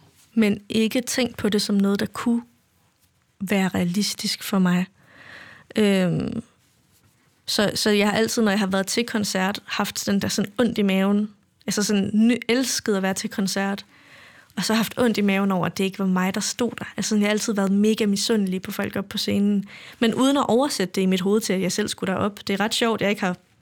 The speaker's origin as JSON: {"language": "Danish", "region": "Central Denmark Region", "country": "Denmark", "said": "Ja. Ja, en lille bitte landsby i Vestjylland."}